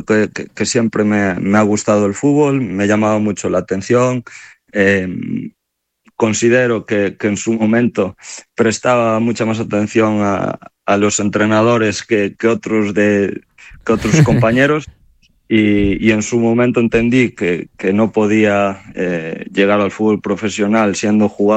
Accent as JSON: {"language": "Spanish", "region": "Galicia", "country": "Spain", "moved": "as an adult", "lives_now": "China", "said": "Cuando salí de Galicia mi idea era, voy a China, estoy allí un mes, 2 meses, si me gusta pues acabo mi contrato, si no me vengo para mi casa"}